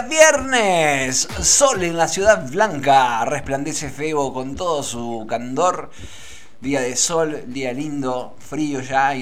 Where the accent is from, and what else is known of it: Argentina